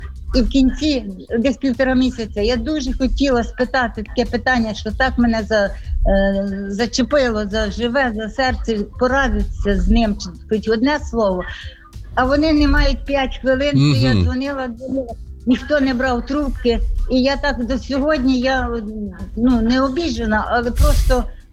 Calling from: Kamianets-Podilskyi, Khmelnytskyi Oblast, Ukraine; Я з Кам'янця-Подільського

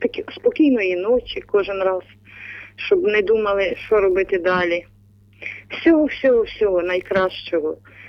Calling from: Bila Tserkva district, Kyiv Oblast, Ukraine; я сама з Київщини, з Білоцерківського району.

